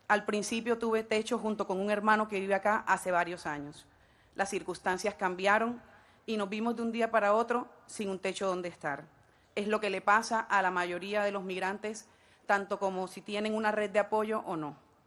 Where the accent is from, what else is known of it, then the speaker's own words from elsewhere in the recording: Colombia; Soy colombiana con 48 años. Llegué hace 3 años dejando a mi familia y a mi hijo